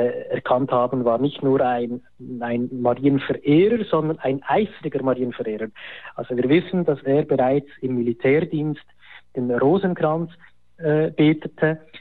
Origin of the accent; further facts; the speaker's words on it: Switzerland; als Schweizer